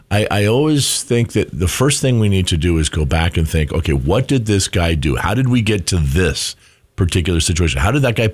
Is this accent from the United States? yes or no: yes; United States; as an American citizen